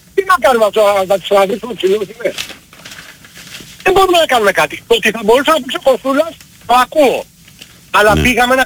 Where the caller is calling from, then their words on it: Petroupoli, Attica, Greece; από Πετρούπολη, Πετράλωνα.